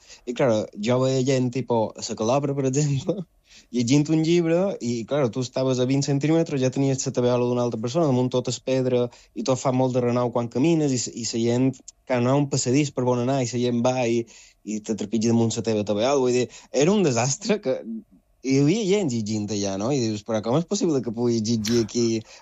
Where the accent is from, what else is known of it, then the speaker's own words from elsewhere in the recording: Balearic Islands, Spain; com a mallorquí, com a resident de l'illa